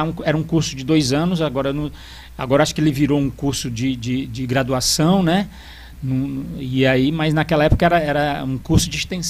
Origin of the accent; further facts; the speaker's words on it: Pacajus, Ceará, Brazil; born there; Nasci em Pacajus.